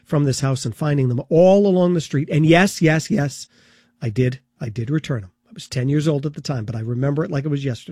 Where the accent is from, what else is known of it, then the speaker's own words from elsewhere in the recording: Rumford, Maine, United States; I remember being a kid growing up in Rumford, over near USA